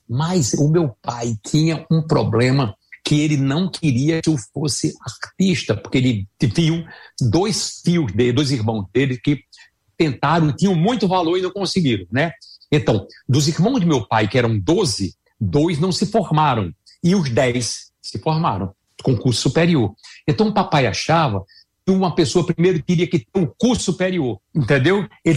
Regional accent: São Bento do Una, Pernambuco, Brazil; born there; moved away; also born or lived in Recife; Eu sou um cara que eu sou de São Bento do Una, Pernambuco, Agreste.

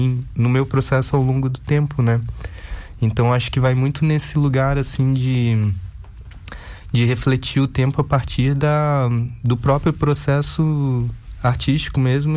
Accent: Florianópolis, Santa Catarina, Brazil; moved away as an adult; also born or lived in Uruguaiana; now in Rio de Janeiro, Brazil; Porque eu cresci em Florianópolis. Eu sou de Uruguaiana, mas eu cresci em Florianópolis, né? E então, minha família ainda mora lá, em Florianópolis. Então, e eu moro no Rio há 13 anos, né?

